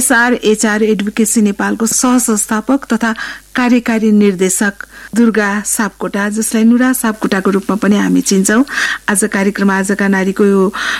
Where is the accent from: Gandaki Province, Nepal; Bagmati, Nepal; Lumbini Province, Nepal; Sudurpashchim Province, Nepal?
Lumbini Province, Nepal; Butwal; born there; जन्मथलो Rupandehi Butwal.